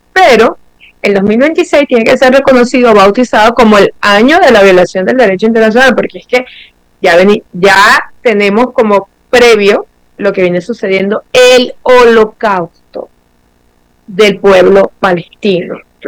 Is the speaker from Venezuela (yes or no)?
yes; Venezuela; nosotros como venezolanos